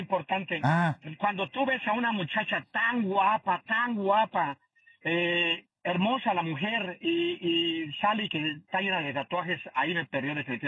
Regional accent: Mexico; born there; el único tatuado que soy mexicano de nacimiento

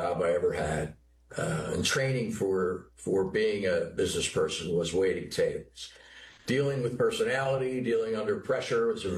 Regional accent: Jersey City, New Jersey, United States; Jersey City, New Jersey.

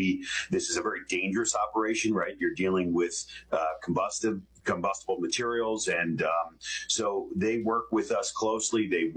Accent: Lansdale, Pennsylvania, United States; Yeah, I grew up here in Lansdale. Still have my company here. I am the youngest of four, three older sisters.

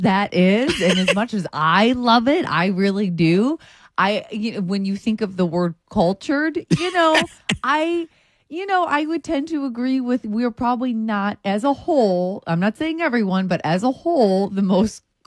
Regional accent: United States; being an American

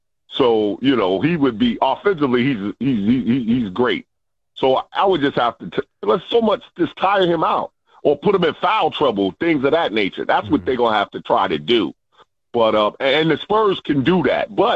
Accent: New York, United States; But I'm a New Yorker. Mm-hmm. I'm a New Yorker, so I'm going with the Knicks this series.

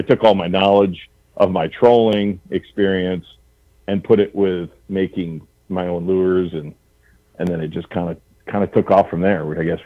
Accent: North Muskegon, Michigan, United States; I grew up on the Great Lakes, right? I grew up in Lake Michigan, out of North Muskegon, and, you know, on the big water with my dad

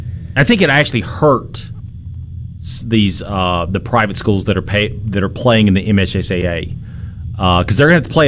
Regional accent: Mississippi, United States; where I'm from North Mississippi

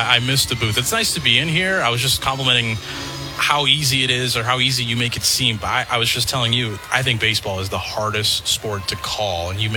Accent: California, United States; growing up in Southern Cal and listening to Vince Scully.

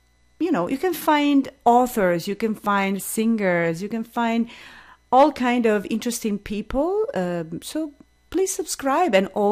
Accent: Turin, Piedmont, Italy; your host. I'm from Torino, Italy.

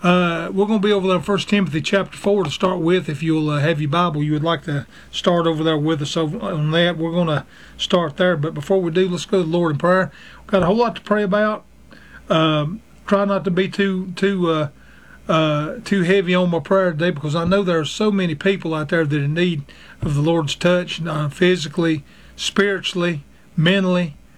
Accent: the South, United States; I'm glad today that I was brought up in the South where I could say mom and daddy

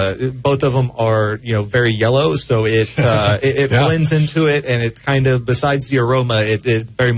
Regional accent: the Carolinas, United States; also born or lived in Korea; now in Central Coast, California, United States; I grew up in the Southeast in the Carolinas.

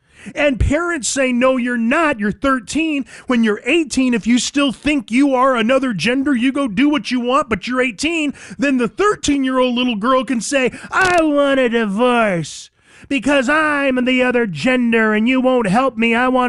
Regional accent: California, United States; moved away; Now, I come from California. It is very much a failed state. It is sad. We got out of there 28 years ago, and we have not looked back.

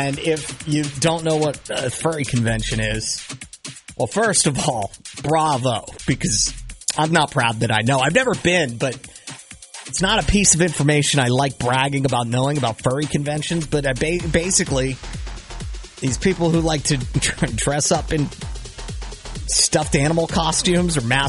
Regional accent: Pennsylvania, United States; I've told you before, I'm from Pennsylvania, so I saw a bunch of videos from … in Pittsburgh over the weekend

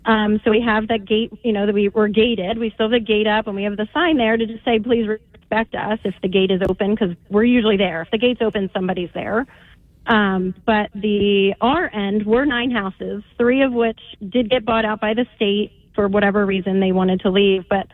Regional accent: Ventnor, New Jersey, United States; I grew up down in Ventnor

